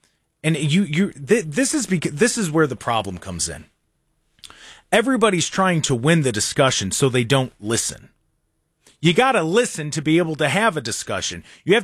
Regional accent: United States; as an American, I believe in freedom of religion.

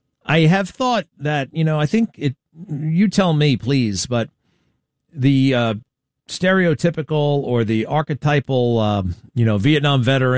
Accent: Baldwin, United States; This is when we were growing up in Baldwin

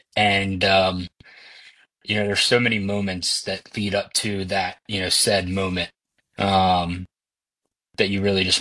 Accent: Mountain Brook, Alabama, United States; I did. Yep. I grew up obviously in Mountain Brook, when Mountain Brook High School.

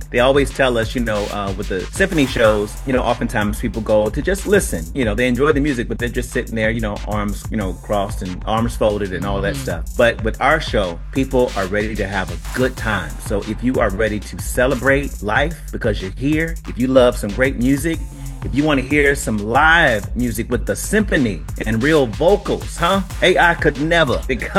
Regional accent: Gary, Indiana, United States; moved away; I'm originally from Gary, Indiana.

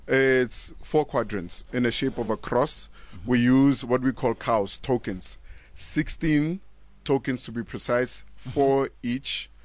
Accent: Gauteng, South Africa; born there; also born or lived in Mamelodi, Pretoria; I'm a native of Alexandra and Mamelodi and whatnot.

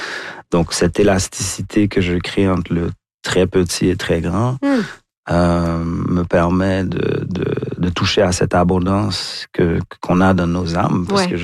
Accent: Haiti; moved away; also born or lived in London; pourquoi est-ce que j'ai été exposé à autant de violence en grandissant en Haïti?

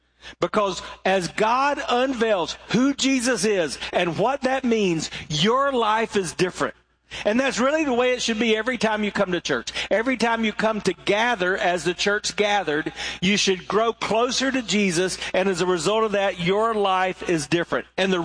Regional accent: the South, United States; I grew up in the South, so everybody said, I want to hear a message from Revelations.

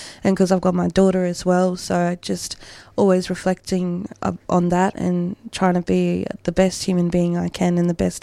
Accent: Brisbane, Queensland, Australia; also born or lived in Groote Eylandt, Northern Territory; Yeah, I grew up on Groot till I was about 6 and a half, and then I moved to Meanjin to Brisbane, and I went to schooling there.

